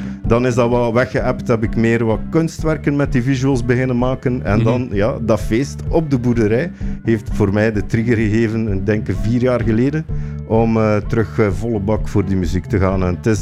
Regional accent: Flanders, Belgium; Sorry, ik ben zelf ook een West-Vlaming.

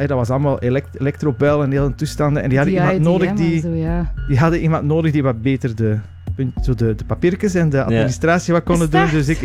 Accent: Turnhout, Antwerp, Belgium; Ik ben afkomstig van Turnhout uit de Kempen.

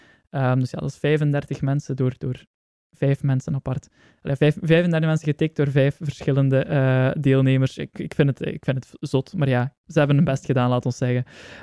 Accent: Belgium

